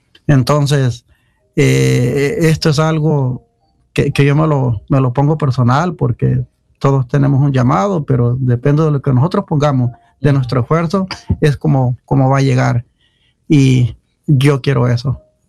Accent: El Salvador; moved away; Yo soy salvadoreño

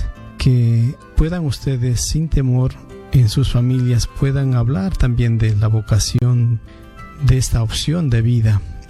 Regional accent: Ecuador; Estuve por una temporada corta, en realidad 5 meses, y luego pues regresé también ya a mi país de origen. Y hoy me encuentro trabajando en Ecuador

